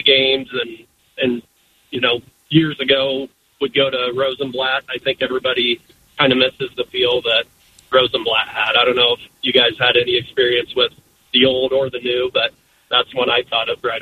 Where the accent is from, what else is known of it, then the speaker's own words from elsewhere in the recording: Nebraska, United States; I grew up in Nebraska, an hour from Omaha.